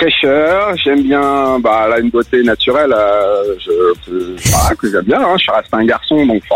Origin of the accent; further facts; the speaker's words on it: Versailles, Île-de-France, France; now in Montbazin, France; Mais moi, je suis originaire de Versailles à l'origine, donc je suis pas du tout du coin.